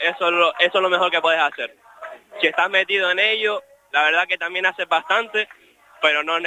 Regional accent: Fuerteventura, Canary Islands, Spain; Yo soy de Fuerteventura.

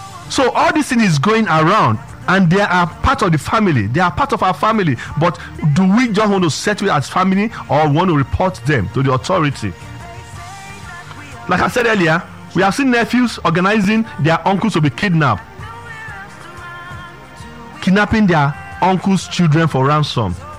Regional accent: Lagos, Nigeria; I grew up in Ajegunle, Olodia Papa. At that point, that's where pickpockets were rampant.

